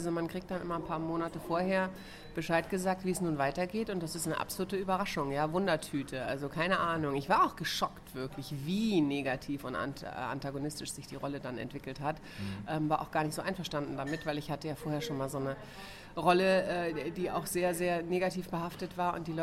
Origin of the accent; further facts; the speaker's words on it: Hamburg, Germany; born there; now in Munich, Germany; ich bin Wahlmünchnerin, gebürtige Hamburgerin